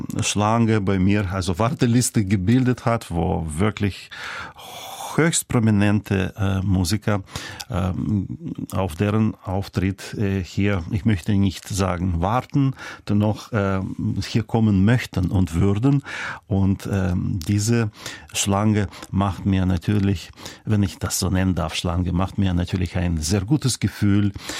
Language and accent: German; Schleswig-Holstein, Germany; now in Bremen, Germany; weil ich ja groß geworden bin in Schleswig-Holstein.